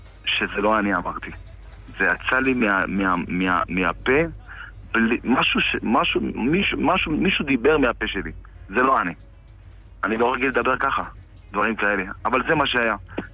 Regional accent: Kiryat Malakhi, Southern District, Israel; אנחנו מקריית מלאכי, והוא היה גר אצל אמא שלי ברמלה. הוא ישן איתי באחד הלילות, ישן איתי בבית בקריית מלאכי

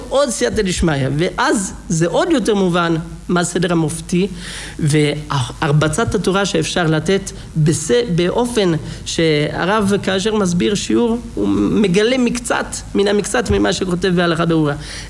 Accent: Italy; now in Israel; אני גדלתי באיטליה

